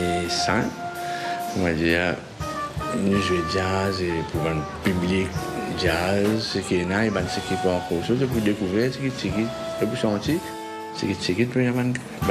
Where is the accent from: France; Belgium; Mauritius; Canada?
Mauritius; Mais c'est la différence avec Maurice ici, quand on vient de Maurice, bon, ben là, on connaît mon société haut.